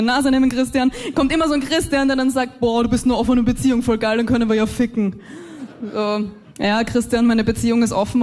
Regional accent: Austria; Ja, und dann hören sie, wir sind aus Österreich und wissen, ah, okay, sie sind beides.

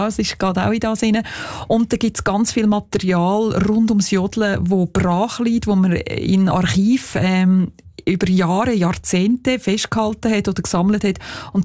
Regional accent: Einsiedeln, Schwyz, Switzerland; Ja, ich bin zwar in Einsiedeln aufgewachsen, habe Appenzeller Wurzeln durch meinen Vater

